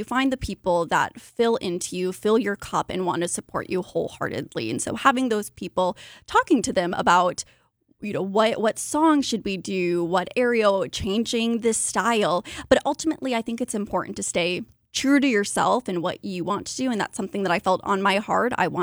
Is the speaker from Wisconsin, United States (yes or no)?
yes; Onalaska, Wisconsin, United States; I grew up on the west side, born and raised in Onalaska, went to school in Viterbo.